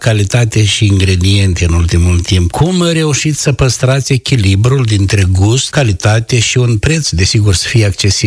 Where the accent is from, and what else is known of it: Moldova